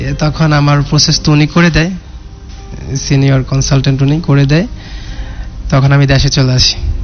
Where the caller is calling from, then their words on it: Bangladesh